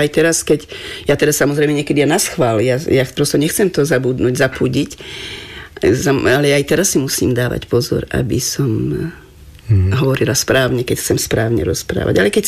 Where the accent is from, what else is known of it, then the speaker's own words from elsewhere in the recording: Okružná, Prešov Region, Slovakia; moved away; estrady, ktorú som ja robila ešte u nás v Okružnej